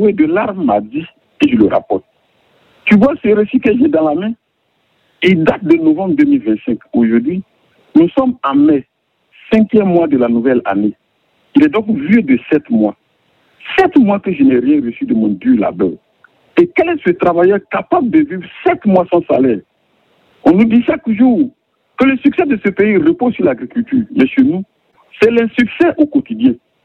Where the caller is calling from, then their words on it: Yamoussoukro, Côte d’Ivoire; Je vous appelle de Yamoussoukro, Côte d'Ivoire.